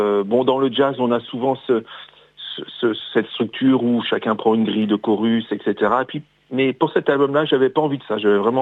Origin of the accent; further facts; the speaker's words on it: Grand Est, France; moi j'habite tout près de Metz, j'ai toujours vécu dans la région. Voilà, je suis un vrai Lorrain de naissance.